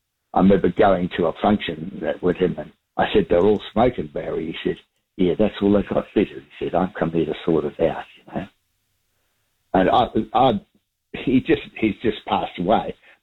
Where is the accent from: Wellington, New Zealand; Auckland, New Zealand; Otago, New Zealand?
Auckland, New Zealand; Mount Albert; born there; I was born in Mount Albert. The old man worked on the wharf and whatnot.